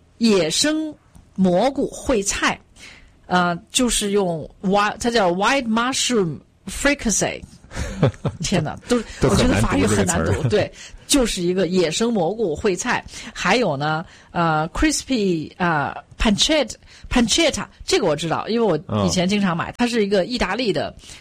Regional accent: China

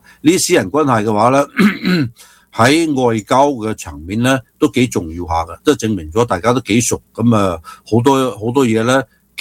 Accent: United States; 因为其实我作为美国人，我都唔好想要呢个大熊猫，

